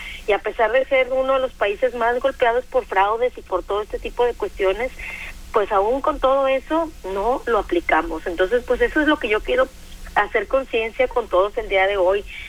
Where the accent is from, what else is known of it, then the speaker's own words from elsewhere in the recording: Mexico; como mexicanos somos un poco necios, un poco tercos.